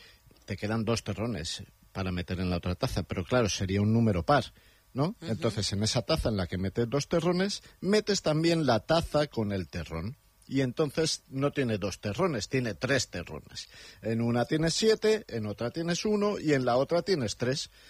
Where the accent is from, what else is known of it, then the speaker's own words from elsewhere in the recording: Madrid, Community of Madrid, Spain; born there; Yo soy gato, mis padres nacieron en Madrid, yo nací en Madrid, mis padres nacieron en Madrid, dos de mis cuatro abuelos nacieron en Madrid, los otros dos se vinieron de jovencitos a Madrid, a 47 kilómetros, o sea que soy muy gato